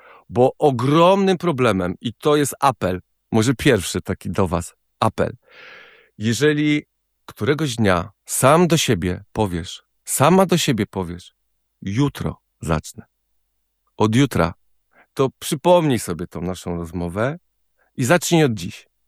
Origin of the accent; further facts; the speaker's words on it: Sieradz, Łódź Voivodeship, Poland; w Sieradzu mieszkam od urodzenia, tak? Także za moment będzie na 49 lat, jak mieszkam w Sieradzu.